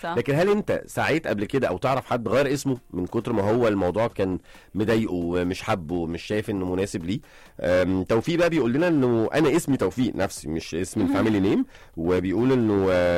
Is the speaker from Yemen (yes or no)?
yes; Yemen; انا من اليمن.